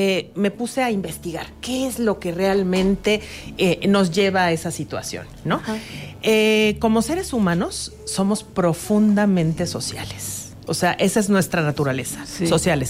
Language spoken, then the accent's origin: Spanish; Mexico; como mexicanos y en este país